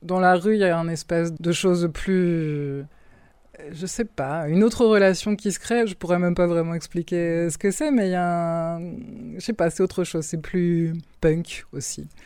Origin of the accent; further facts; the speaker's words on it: Normandy, France; moved away as an adult; now in Hendaye, France; Bon, moi, je suis normande à la base, mais ça fait 15 ans que j'ai été adoptée par Hendaye.